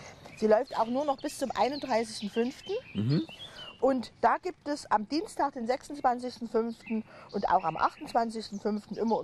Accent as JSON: {"language": "German", "region": "Saxony", "country": "Germany", "tie": "born there"}